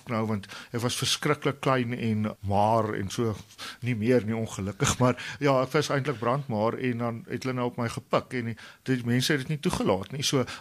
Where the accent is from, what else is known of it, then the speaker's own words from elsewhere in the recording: KwaZulu-Natal, South Africa; om Afrikaanse Natal groot te word